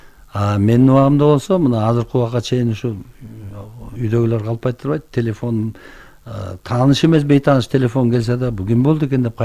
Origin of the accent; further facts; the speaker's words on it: Bystrovka, Chuy Region, Kyrgyzstan; мен интернатта өстүм да, инилер менен эжекем болуп. Биз 6 эркек бир эжекебиз бар, 7 бир тууганбыз да. Анан атам чабан болгонго байланыштуу бизди интернатка өткөзгөн. Быстровка номер 1 гэс интернаты бар болчу.